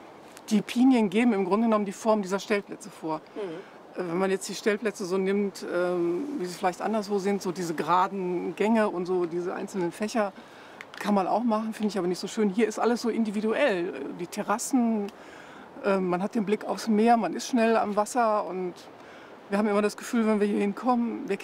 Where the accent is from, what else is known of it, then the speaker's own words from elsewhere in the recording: Essen, North Rhine-Westphalia, Germany; Aus Essen.